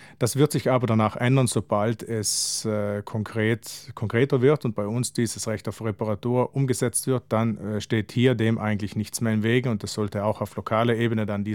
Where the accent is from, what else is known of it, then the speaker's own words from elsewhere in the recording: Trentino-Alto Adige, Italy; wenn wir als Südtiroler, Südtirolerinnen auf dem deutschen Markt einkaufen.